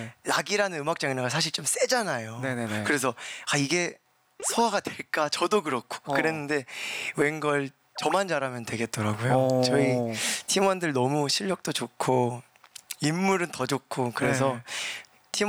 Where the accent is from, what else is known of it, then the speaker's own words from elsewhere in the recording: Namwon, North Jeolla, South Korea; 전북 남원이 지금